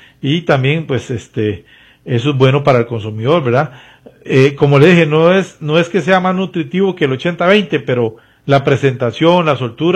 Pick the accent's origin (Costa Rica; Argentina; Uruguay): Costa Rica; los ticos somos a nivel de Centroamérica